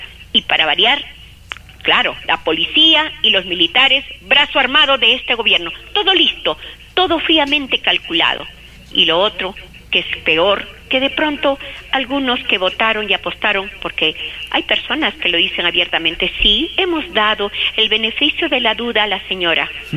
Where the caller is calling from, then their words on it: Peru; somos peruanos.